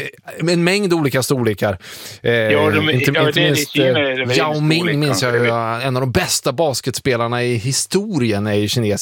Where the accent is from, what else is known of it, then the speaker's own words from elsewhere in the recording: Värmland, Sweden; Nej, jag är värmlänning, vet du.